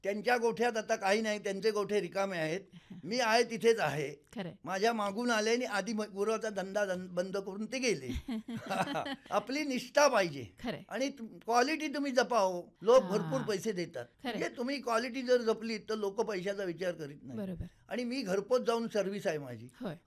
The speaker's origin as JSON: {"language": "Marathi", "region": "Maharashtra", "country": "India", "tie": "born or raised there", "said": "माझा जन्म कोथोड्यात झाला."}